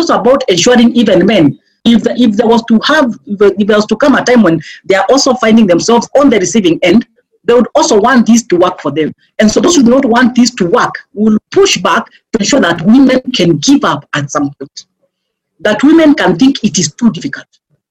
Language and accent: English; Meru County, Kenya; I grew up at country in Meru.